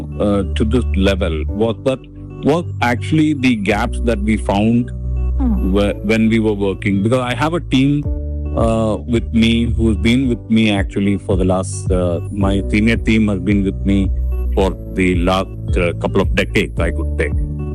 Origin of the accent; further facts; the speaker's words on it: India; moved away as an adult; now in Qatar; I was part of their first hospital in India too, in my hometown. And then from there, I came here.